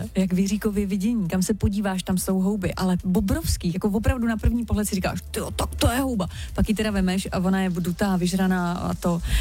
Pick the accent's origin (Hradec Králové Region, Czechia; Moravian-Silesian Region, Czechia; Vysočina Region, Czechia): Vysočina Region, Czechia; my jsme z Vysočiny, tam kůrovec zařádil, takže ty lesy tam nejsou teď nic moc